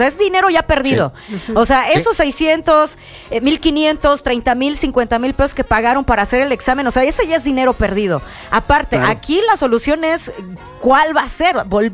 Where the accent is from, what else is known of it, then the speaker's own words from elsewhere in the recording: Mexico; yo exijo como mexicana